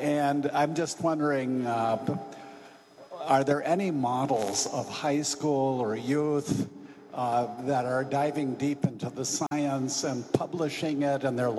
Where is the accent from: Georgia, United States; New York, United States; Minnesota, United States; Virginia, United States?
Minnesota, United States; Duluth; Yeah, I'm from Duluth, Minnesota.